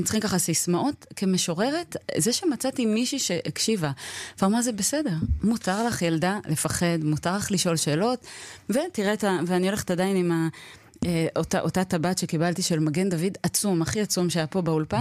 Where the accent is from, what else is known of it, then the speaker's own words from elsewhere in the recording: Tel Aviv, Tel Aviv District, Israel; שלומי כתל אביבית